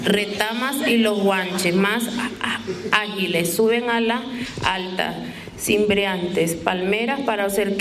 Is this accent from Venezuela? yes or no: yes; Caracas, Capital District, Venezuela; soy de Caracas.